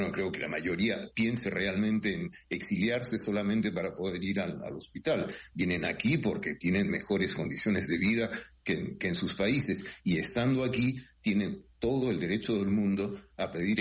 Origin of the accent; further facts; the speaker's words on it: United Kingdom; para mí, que soy británico